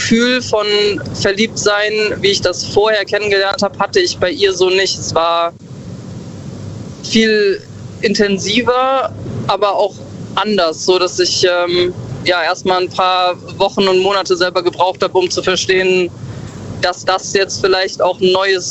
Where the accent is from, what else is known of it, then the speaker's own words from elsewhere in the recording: Bad Kreuznach, Rhineland-Palatinate, Germany; Ich komme ursprünglich aus der Ecke Bad Kreuznach.